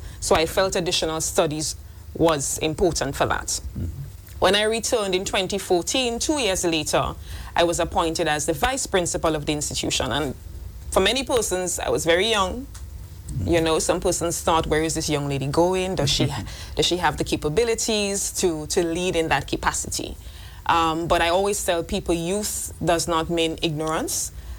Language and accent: English; Trinidad & Tobago; So that's where I grew up, and that's where I had my childhood, the community of Belair.